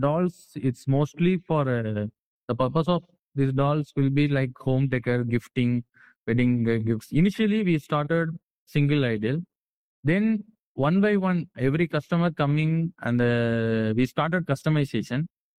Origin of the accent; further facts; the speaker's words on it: South India, India; we are from South India.